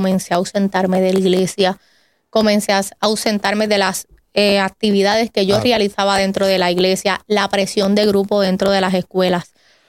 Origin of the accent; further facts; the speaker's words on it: Vega Alta, Puerto Rico; Pues soy del pueblo de Vega Alta, nacida y criada en el Evangelio. Mis papás Jorge y Carmen allá todavía residen en el pueblo de Vega Alta.